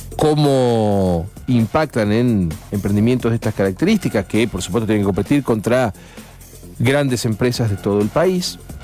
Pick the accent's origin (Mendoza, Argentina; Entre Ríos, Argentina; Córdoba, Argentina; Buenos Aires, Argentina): Entre Ríos, Argentina; Paraná; a todos los que somos de Paraná, cuando éramos chiquitos, nos llevaban a Cotapa para ver cómo funcionaba una empresa de estas características